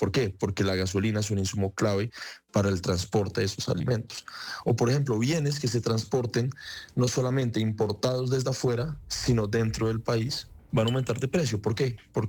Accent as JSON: {"language": "Spanish", "country": "Colombia"}